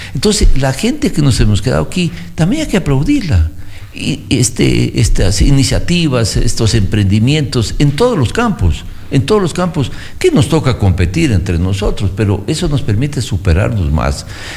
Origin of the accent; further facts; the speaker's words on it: Loja, Ecuador; moved away as an adult; siempre le puse mucha fe a mi tierra, es nuestra tierra, que la queremos desde chiquitos, como se dice. Nos vio crecer, nos pudimos la suerte de educarnos, salir afuera, volver y afincarnos aquí